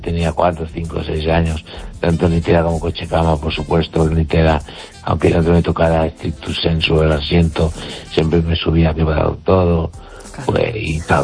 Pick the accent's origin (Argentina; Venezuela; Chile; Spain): Spain; Galicia; Y mi pueblo está a unos 9 kilómetros o 8 de los Peares. Está en la altura de la montaña. Y entonces bajábamos en los Peares.